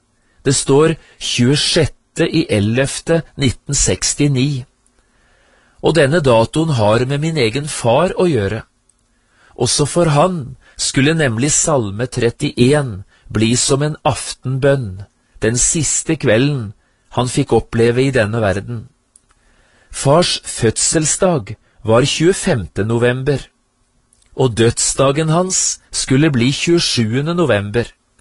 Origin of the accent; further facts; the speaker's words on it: Notodden, Vestfold og Telemark, Norway; Gransherra kirke, som ligger ca. 3 mil fra Notodden, hjembyen min.